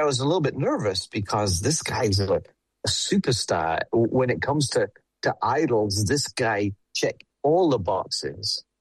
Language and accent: English; England, United Kingdom; Growing up in England, when I was looking for an identity, football provided it.